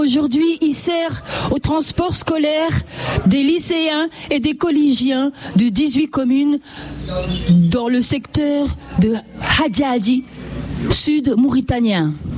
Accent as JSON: {"language": "French", "region": "Grand Est", "country": "France", "said": "comme je dis souvent, oui, je suis des Vosges, moi j'aime les Vosges, mais est-ce que les Vosges m'aiment?"}